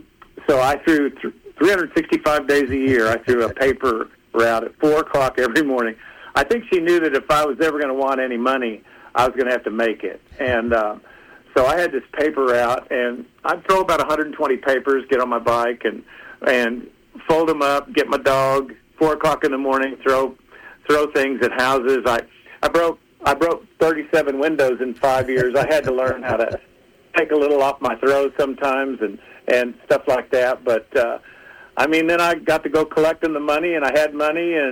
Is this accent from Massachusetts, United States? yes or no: no; Tulsa, Oklahoma, United States; also born or lived in Indiana; I was born in Indiana. my mom and dad met in the Navy, and then dad, we moved to Oklahoma. We moved to Tulsa when I was five.